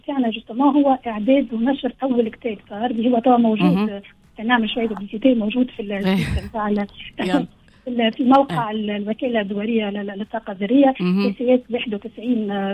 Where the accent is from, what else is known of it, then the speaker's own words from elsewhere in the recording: Tunisia; now in Vienna, Austria; احنا عندنا في تونس